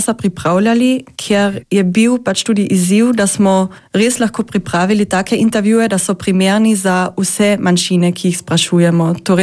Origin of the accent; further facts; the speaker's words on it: Carinthia, Austria; first language Slovene; pri nas na Koroškem